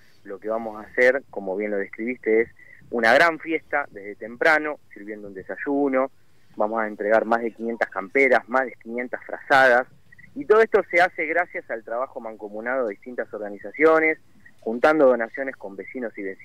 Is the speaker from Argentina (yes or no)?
yes; Buenos Aires, Argentina; somos todos ciudadanos, somos todos porteños